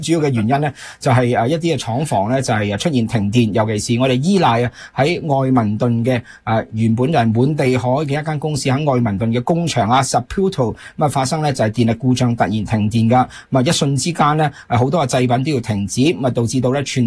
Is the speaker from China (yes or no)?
no; Canada; 我哋加拿大